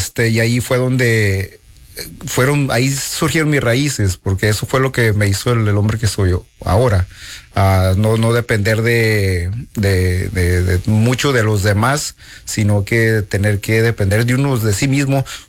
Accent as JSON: {"language": "Spanish", "country": "Mexico", "moved": "yes", "said": "como decimos allá en México"}